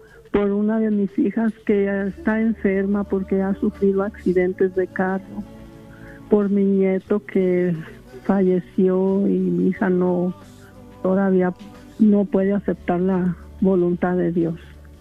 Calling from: Denver, Colorado, United States; En Denver.

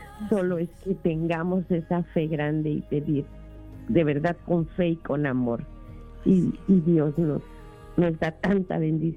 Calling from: Harlingen, Texas, United States; de Harlingen, Texas.

